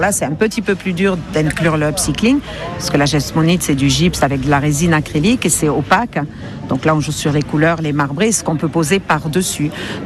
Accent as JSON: {"language": "French", "town": "Fontenilles", "region": "Occitanie", "country": "France", "said": "Je suis de Fontenille."}